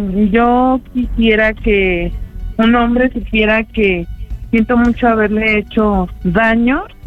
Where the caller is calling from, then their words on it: Álvaro Obregón, Mexico City, Mexico; Soy del Álvaro Obregón.